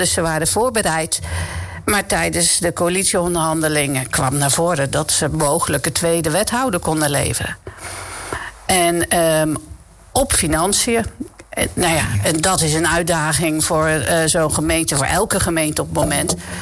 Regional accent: Dordrecht, South Holland, Netherlands; Ik ben geboren en getogen in Dordrecht. Maar ja, dat kan je bijna niet loszien van Papendrecht.

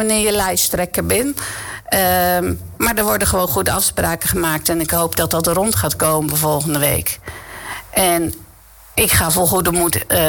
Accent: Dordrecht, South Holland, Netherlands; Ik ben geboren en getogen in Dordrecht. Maar ja, dat kan je bijna niet loszien van Papendrecht.

